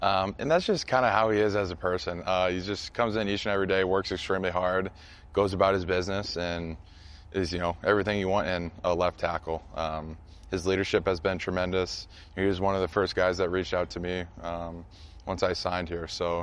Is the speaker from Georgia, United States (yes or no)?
no; Iowa, United States; just how I grew up in the Midwest, Iowa's a special place, and just how I was born and raised.